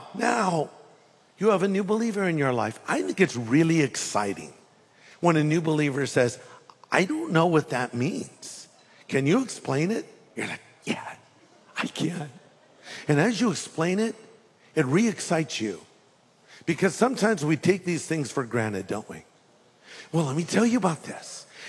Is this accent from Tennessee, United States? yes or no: no; California, United States; And outdoorsman, I'm not. I'm from California.